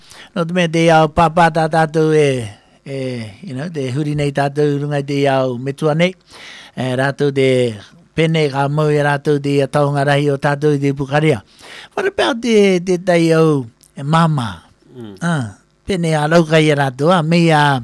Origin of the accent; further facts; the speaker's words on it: Australia; because I'm a Aussie, anyway.